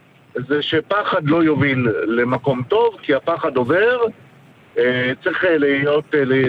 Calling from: Rishon LeZion, Central District, Israel; אני מראשון, אני גר בראשון לציון.

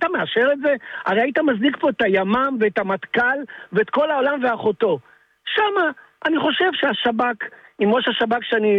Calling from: Rishon LeZion, Central District, Israel

